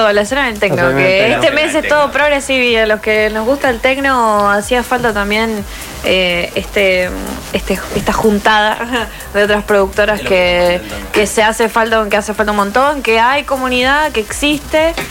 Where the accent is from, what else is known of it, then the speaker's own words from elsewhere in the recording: Concordia, Entre Ríos, Argentina; moved away; yo soy de Entre Ríos, soy de Concordia